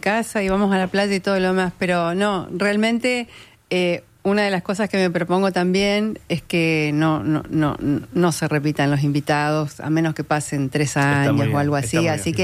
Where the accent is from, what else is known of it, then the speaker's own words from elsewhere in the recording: Mesopotamia, Argentina; born there; Yo nací en la Mesopotamia, pero en un pueblo que está en el medio de la Mesopotamia. Es decir, que no tiene un río por ningún lado.